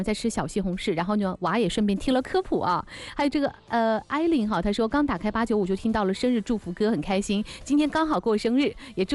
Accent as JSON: {"language": "Chinese", "town": "Huainan", "region": "Anhui", "country": "China", "tie": "born or raised there", "said": "后有中秋晚会在淮南啊、哦。我昨天刷到也很激动，在我的老家，所以我非常的自豪和骄傲"}